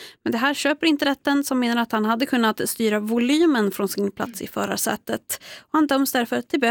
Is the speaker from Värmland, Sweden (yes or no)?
no; Gävle, Gävleborg County, Sweden; Jag kommer ju från Gävle